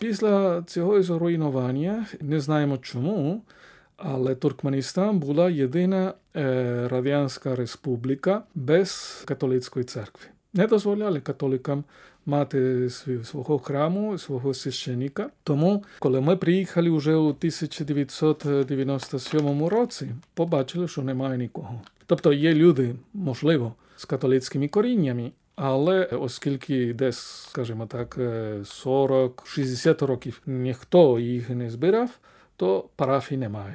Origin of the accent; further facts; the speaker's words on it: Spain; Ukrainian is a second language; moved away; Якби я залишився в Іспанії, звідки я родом